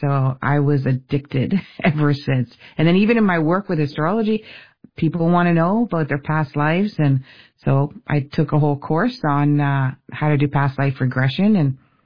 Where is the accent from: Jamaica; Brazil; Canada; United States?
Canada; Windsor, Ontario; born there; I was Detroit, as the Windsorite would say, because I was born in Windsor, Taggers. See, in Canada, we say Tigers. But if you're from Windsor, you say Taggers.